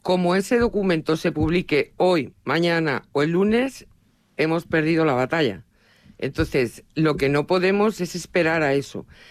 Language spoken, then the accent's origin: Spanish; Talavera de la Reina, Castilla-La Mancha, Spain; la entrada que tenemos todos los talaveranos cuando venimos de Madrid normalmente